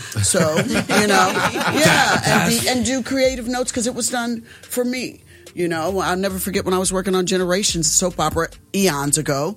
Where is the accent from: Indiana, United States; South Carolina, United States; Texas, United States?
Indiana, United States; I'm from Indiana.